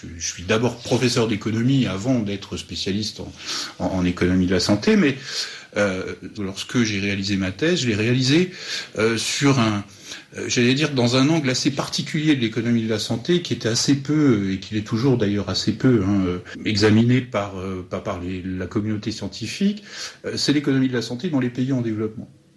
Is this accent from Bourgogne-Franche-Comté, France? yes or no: yes; Dijon, Bourgogne-Franche-Comté, France; born or raised there